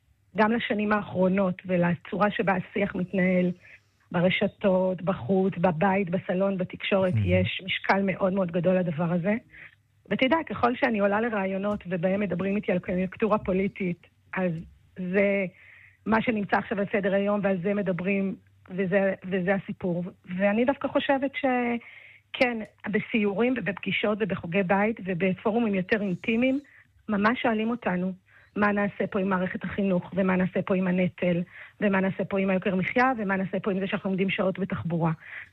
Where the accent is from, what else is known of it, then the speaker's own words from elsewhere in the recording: Ramla, Central District, Israel; now in Mazkeret Batya, Israel; אני נולדתי וגדלתי ברמלה.